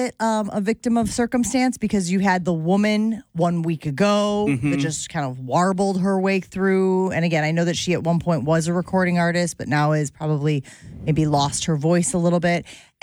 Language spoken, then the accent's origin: English; Wisconsin, United States; people hear I'm from Wisconsin